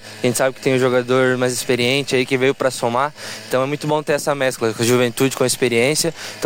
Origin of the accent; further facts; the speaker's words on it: São Jorge do Oeste, Paraná, Brazil; Sou de São Jorge do Oeste, cidade aqui próxima.